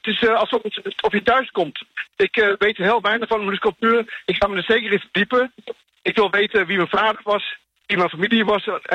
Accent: Schagen, North Holland, Netherlands; Ik ben opgegroeid in Schagen.

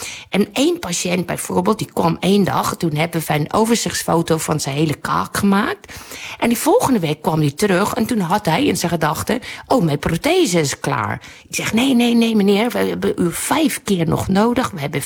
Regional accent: South Africa; now in Netherlands; Nou, ik kom natuurlijk uit Zuid-Afrika.

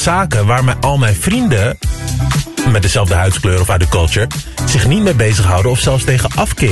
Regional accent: Suriname; ik ben Surinaamse jongen, ik werk bij het nieuws.

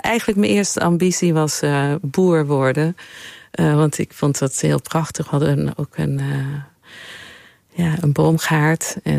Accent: Linkebeek, Flanders, Belgium; also born or lived in Bakkum, Netherlands; Ik ben in Bakkum geboren. Maar daar stond geen gemeentehuis. Dus er staat Castricum in mijn paspoort. En later zijn we naar Brussel verhuisd. In het in Linkebeek. Een klein dorpje aan het zuiden van Brussel.

